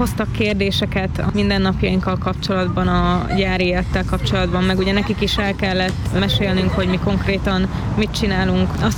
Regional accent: Hungary; Én egy eléggé elmaradott térségből származom, Tiszazugból.

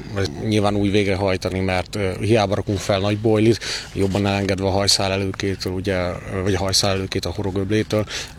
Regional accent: Debrecen, Hajdú-Bihar, Hungary; Debrecen.

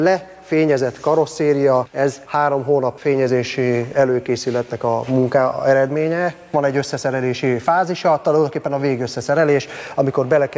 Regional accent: Budapest, Hungary; also born or lived in Szabolcs-Szatmár-Bereg County; akkor én voltam 8 éves, másodikos voltam, és akkor itt kezdtem a harmadik osztályt 79-ben. 81-ben kaptunk egy úgymond egy tanácsi lakást Angyalföldön. Ott nőttem fel, tehát 18-19 éves koromig ott voltam, és úgy mentünk tovább Káposztás megyére

